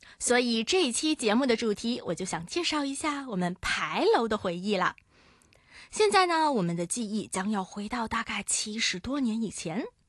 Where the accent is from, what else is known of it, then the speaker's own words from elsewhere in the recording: Macau; 作为澳门人呢，面对这么多精彩的节目，入秋以后是特别容易心跳加速的哦。